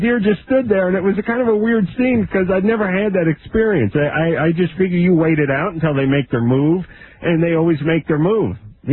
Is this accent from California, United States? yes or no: yes; North Hollywood, California, United States; I grew up in North Hollywood, and someone said there was some sort of mandate when I was born.